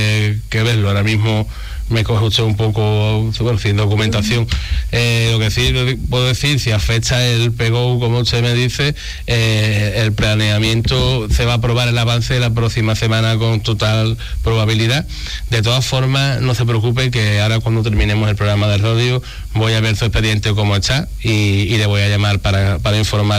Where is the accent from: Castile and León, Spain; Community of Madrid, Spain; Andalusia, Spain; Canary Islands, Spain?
Andalusia, Spain; Arcos de la Frontera; a todas las jóvenes de Arcos de la Frontera, de mi pueblo.